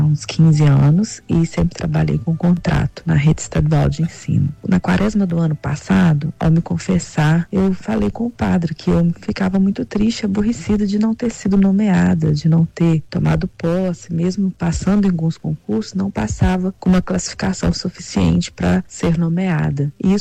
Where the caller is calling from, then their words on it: Ubá, Minas Gerais, Brazil; sou da cidade de Ubá, Minas Gerais.